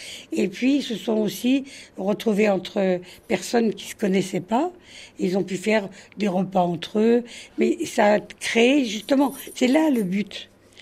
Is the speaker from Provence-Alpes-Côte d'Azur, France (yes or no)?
no; Paris, Île-de-France, France; now in Île de Ré, France; quand on arrive sur l'île de Ré, comme moi je suis parisienne